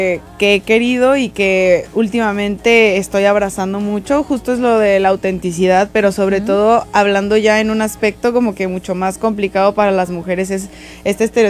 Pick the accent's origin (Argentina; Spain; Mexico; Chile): Mexico; Mexico City; Yo soy de la Ciudad de México, sí.